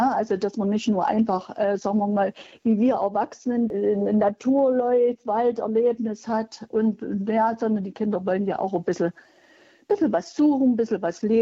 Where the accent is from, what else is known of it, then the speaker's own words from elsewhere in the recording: Schwarzenberg, Saxony, Germany; Ja, der Tag des Wanderns ist ja im Prinzip auch in Schwarzenberg, meiner Heimatstadt, ja groß angesagt.